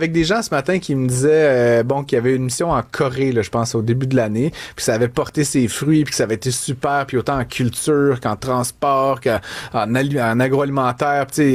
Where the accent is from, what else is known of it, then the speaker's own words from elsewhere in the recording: Quebec, Canada; on est Québécois, nous